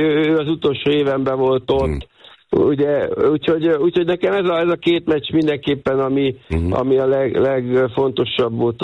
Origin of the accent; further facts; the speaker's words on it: Budapest, Hungary; én pesti srác vagyok.